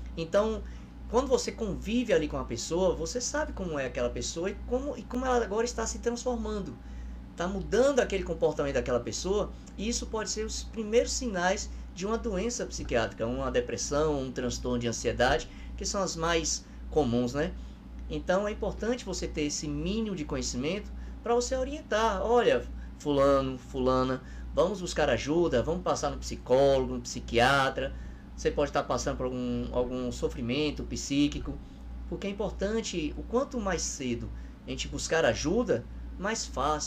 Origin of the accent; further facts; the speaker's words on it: Guaratinga, Bahia, Brazil; born there; also born or lived in Itabela / Eunápolis; Eu sou de Guaratinga, tá? Minha família paterna é de Guaratinga